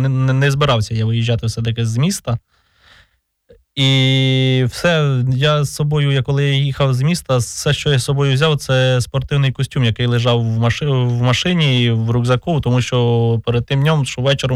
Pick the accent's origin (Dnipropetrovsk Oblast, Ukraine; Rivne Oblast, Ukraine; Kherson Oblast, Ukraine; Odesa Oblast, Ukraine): Kherson Oblast, Ukraine; я повернувся в рідне село, тому що я родом сам з Херсонської області.